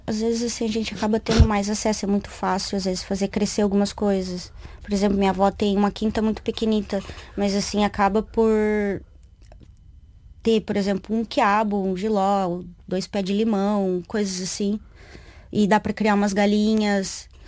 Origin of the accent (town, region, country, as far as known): Paraná, Brazil; born or raised there